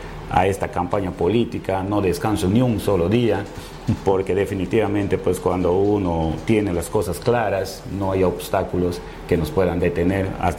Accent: Lamas, San Martín, Peru; porque soy de Lamas

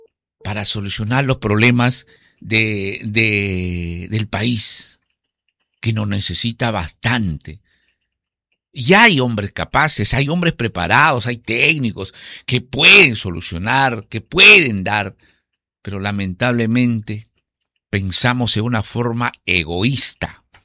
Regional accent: Peru

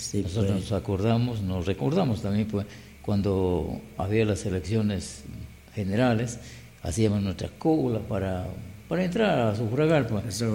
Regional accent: Peru; como buenos peruanos y electores, bueno, hay que elegir nuestro mandatario o mandataria.

